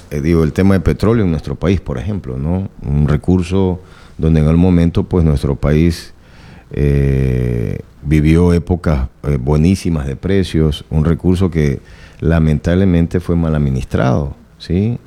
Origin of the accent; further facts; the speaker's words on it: El Guabo, El Oro, Ecuador; Sí, toda mi vida, ¿no? Ahí es donde he crecido, junto a toda la gente.